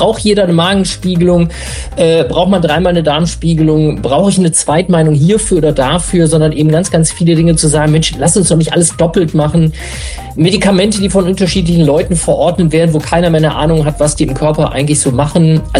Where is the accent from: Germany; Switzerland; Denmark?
Germany; Mülheim an der Ruhr, North Rhine-Westphalia; now in Berlin, Germany; Ich komme aus Mülheim an der Ruhr, da bin ich tatsächlich mal geboren. Da komme ich her, aber da bin ich natürlich schon lange nicht mehr.